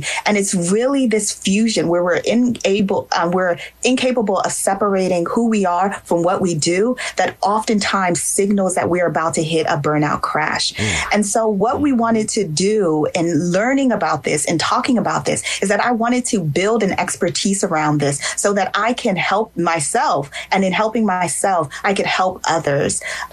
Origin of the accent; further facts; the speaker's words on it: Nigeria; And I'm also a Nigerian. So I have to shout out, because yesterday was Nigerian Independence Day.